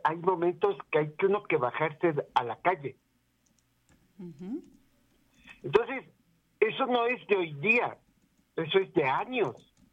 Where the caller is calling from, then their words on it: Quito, Pichincha, Ecuador; yo vivo en Ulloa y Mariana de Jesús